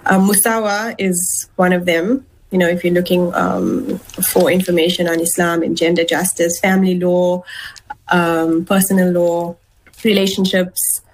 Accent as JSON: {"language": "English", "country": "South Africa", "said": "you know, as a South African, as a Muslim."}